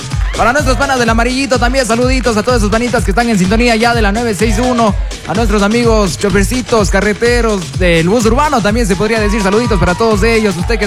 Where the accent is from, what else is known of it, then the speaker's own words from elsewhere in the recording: Cuenca, Azuay, Ecuador; yo puedo decir a nosotros, los cuencanos, una palabra que nos delata como ecuatorianos y sobre todo cuencanos es el garota. Se podría decir que es una palabra que nosotros tenemos la costumbre de usar aquí en Cuenca también.